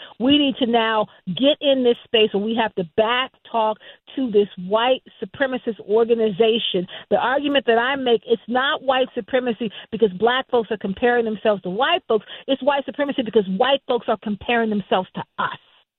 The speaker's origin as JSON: {"language": "English", "region": "South Carolina", "country": "United States", "tie": "born or raised there", "said": "I can because I grew up there, you know, at the home of, you know, Black Baptist Southerners. So I'm from South Carolina"}